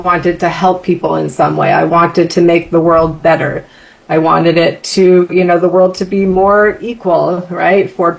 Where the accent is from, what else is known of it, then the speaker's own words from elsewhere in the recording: Boston, Massachusetts, United States; I, you know, growing up outside of Boston, I went to just a, you know, traditional public school, had a wonderful experience and a great upbringing.